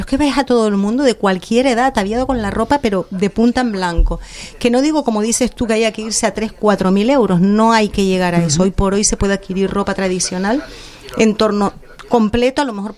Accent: Canary Islands, Spain; fomentando nuestra canariedad y nuestra lengua

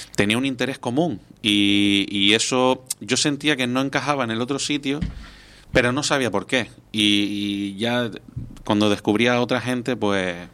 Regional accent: Telde, Canary Islands, Spain; Ahí ya no, en Telde, de donde soy, ya no...

